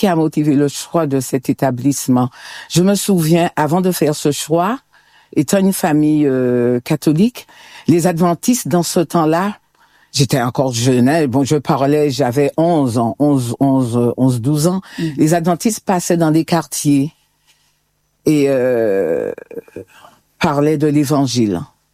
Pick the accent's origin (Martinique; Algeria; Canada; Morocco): Martinique; Le Diamant; je suis issue du Diamant et j'aime à dire, je fais partie de cette belle commune du Diamant, dans le rocher du Diamant.